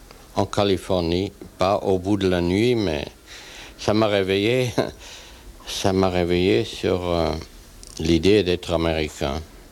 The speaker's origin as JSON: {"language": "French", "country": "Switzerland", "tie": "born there", "said": "Je suis né en Suisse."}